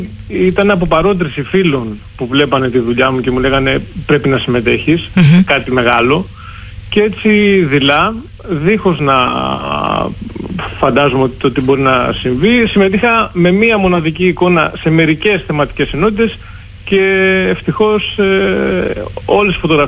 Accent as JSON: {"language": "Greek", "town": "Patras", "region": "West Greece", "country": "Greece", "moved": "yes", "lives_now": "Athens, Greece", "said": "ξέρουν ότι η καταγωγή μου είναι από την Πάτρα."}